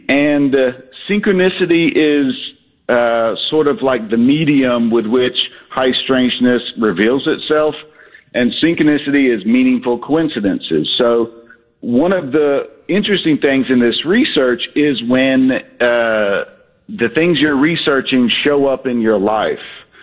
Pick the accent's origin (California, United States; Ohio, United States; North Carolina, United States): North Carolina, United States; I am from Western North Carolina.